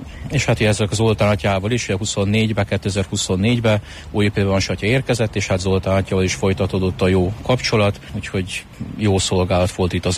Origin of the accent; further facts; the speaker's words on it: Keszthely, Zala, Hungary; moved away as an adult; also born or lived in Ajka; Kesztely nem idegen környezet számomra, tulajdonképpen én haza érkezem, én ott születtem Keszthelyen, meg ott is szentelődtem diakonussá, pappá